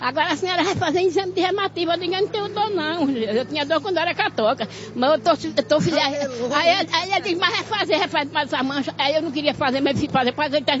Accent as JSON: {"language": "Portuguese", "region": "Paraíba", "country": "Brazil", "moved": "as an adult", "said": "Eu vim da Paraíba em 2010, morrendo, coração inchado, não tinha médico"}